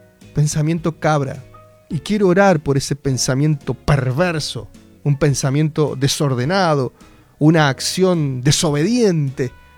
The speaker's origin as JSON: {"language": "Spanish", "country": "Argentina", "said": "somos recontra argentinos."}